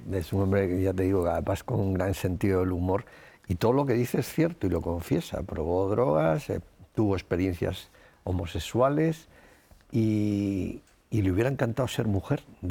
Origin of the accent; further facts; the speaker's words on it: Galicia, Spain; mi empeño estaba en arrancar en Galicia, ¿no? que es mi tierra. Y entonces me la tuvieron que traducir porque no soy capaz de, ni de leer, ni de escribir, ni de hablar gallego.